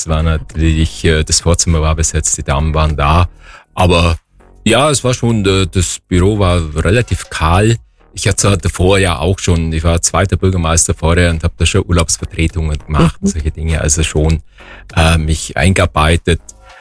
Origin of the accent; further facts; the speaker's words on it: Wildpoldsried, Bavaria, Germany; also born or lived in Weiden; Ich war zwar zuerst ein paar Jahre in Weidna, weil meine Eltern Lehrer waren und auch versetzt wurden, wie das so üblich ist bei Lehrer. Das heißt, ich bin in Weidna geboren und die ersten Jahre in Weidna aufgewachsen und dann kamen wir wieder zurück. Mein Elternhaus war schon in Wildpolsried.